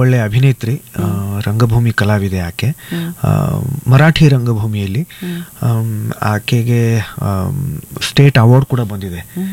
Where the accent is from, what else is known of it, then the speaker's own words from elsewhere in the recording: Dharwad, Karnataka, India; also born or lived in Mumbai / Jath; now in Bengaluru, India; ಈಗ ಕಳೆದ 30 ವರ್ಷಗಳಿಂದ ಬೆಂಗಳೂರಲ್ಲೇ ಇದ್ದೀನಿ. ಅದಕ್ಕೆ ಮುಂಚೆ ಧಾರವಾಡದಲ್ಲೇ ಬೆಳೆದೆ. ಮುಂಬೈಯಲ್ಲಿ ನಾನು ಹುಟ್ಟಿದ್ದು, ಜೊತೆಗೆ ಮುಂಬೈಯಲ್ಲಿ ಒಂದಿಷ್ಟು ವರ್ಷ ಓದಿದ್ದೀನಿ ಕೂಡ.